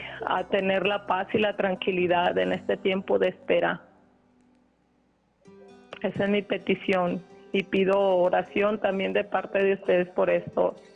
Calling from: Concepción de Buenos Aires, Jalisco, Mexico; De Concepción de Buenos Aires, Jalisco

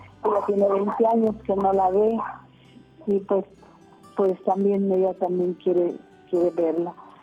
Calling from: Jungapeo, Michoacán, Mexico; De Jundiapeo, Michoacán.

